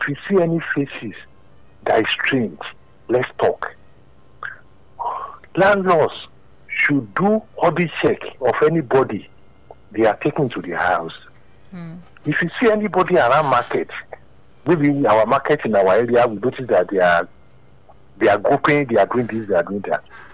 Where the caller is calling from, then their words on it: Abuja, Federal Capital Territory, Nigeria; I'm calling from Abuja this morning. I'm on my way to airport. I'm in Sabeco.